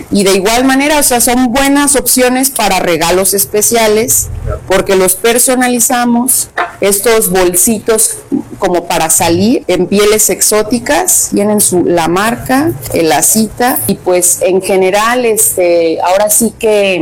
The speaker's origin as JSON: {"language": "Spanish", "town": "Rioverde", "region": "San Luis Potosí", "country": "Mexico", "said": "como mexicanos y como potosinos y rioverdenses"}